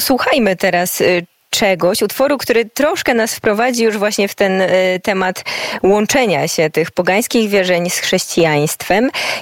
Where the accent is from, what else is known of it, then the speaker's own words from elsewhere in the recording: Wrocław, Lower Silesian Voivodeship, Poland; tak sobie przypominam właśnie te czasy przedszkolne, wychowywałam się we Wrocławiu i chodziliśmy po prostu nad Odrę z paniami przedszkolankami.